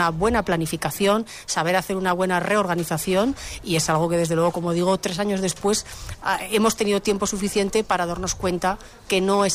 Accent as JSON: {"language": "Spanish", "town": "La Zaida", "region": "Aragon", "country": "Spain", "tie": "born or raised there", "said": "Pues lo viviré seguramente ya en mi pueblo, estaré ya en la Zaida"}